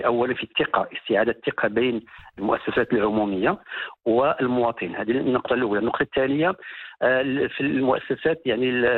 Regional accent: Morocco; يعني عندنا في المغرب عندنا خاصة العدد ديال الأطر خصو يتزاد

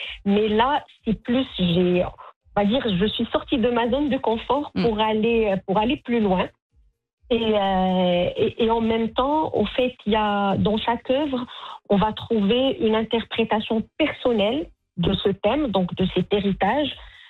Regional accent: Morocco; Donc, je suis marocaine et le thème me touche de l'intérieur. Donc, en fait, il ne s'agit pas pour moi de regarder le Maroc de l'extérieur, mais de partir dans tout ce que ce Maroc révèle en moi

